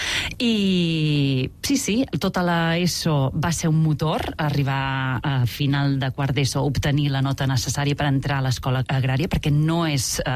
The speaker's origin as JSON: {"language": "Catalan", "town": "Torroella de Fluvià", "region": "Catalonia", "country": "Spain", "tie": "born there", "moved": "as an adult", "said": "Vaig néixer a Torroella Fluvià, que és un poblet de l'Alt Empordà, en un veïnat molt petit que es diu Sant Tomàs de Fluvià, però jo sempre he sentit que era urbanita i a mi la ciutat m'ha atrapat sempre."}